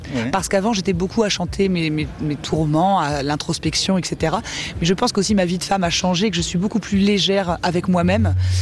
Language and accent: French; Grand Est, France; je suis très attachée à ma région d'origine, où je vis encore, où j'ai ma petite maison avec mon home studio et la vie douce.